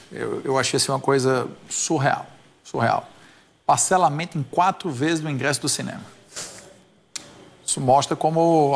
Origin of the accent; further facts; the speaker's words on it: Ceará, Brazil; Eu sou cearense